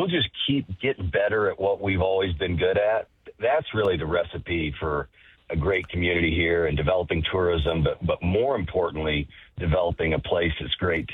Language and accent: English; Hixson, Tennessee, United States; And I grew up in Hickson.